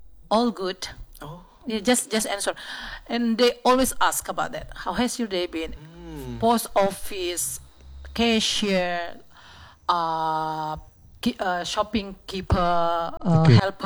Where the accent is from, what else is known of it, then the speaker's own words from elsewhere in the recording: Indonesia; I mean eastern part of Indonesia is Asian, you know, so we are eastern. All of our Indonesia are eastern.